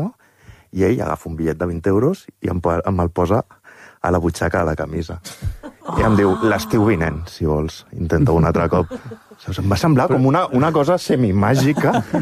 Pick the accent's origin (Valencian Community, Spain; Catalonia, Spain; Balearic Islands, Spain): Catalonia, Spain; Barcelona; Buah, jo estic molt desentrenat, vinc de Barcelona, saps, o sigui, voluntarioso, però no acabo de consumar mai.